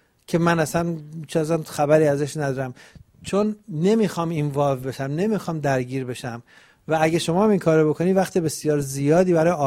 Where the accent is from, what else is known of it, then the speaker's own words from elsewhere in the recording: Iran; moved away; من از موقعی که از ایران اومدم بیرون، با کمال احترام به تمام کسای اونجا